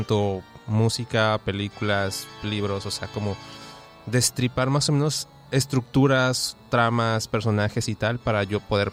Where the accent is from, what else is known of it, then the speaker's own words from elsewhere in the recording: State of Mexico, Mexico; born there; now in Colima, Mexico; nací en el Estado de México, pero ya llevo mucho rato viviendo aquí.